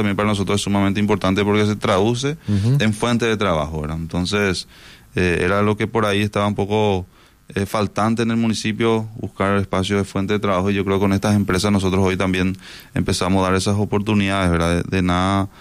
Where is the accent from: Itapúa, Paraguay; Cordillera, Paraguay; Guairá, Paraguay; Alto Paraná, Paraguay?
Itapúa, Paraguay; Cambyretá; me iba a Asunción y de dónde soy, de Encarnación, decía, ¿verdad? No decía que soy de Camburetá.